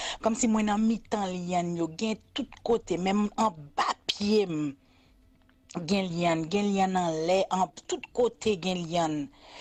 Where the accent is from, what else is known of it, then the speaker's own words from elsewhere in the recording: Haiti; born there; moved away; actuellement, je ne vis pas en Haïti, mais depuis me lever, je vis en Haïti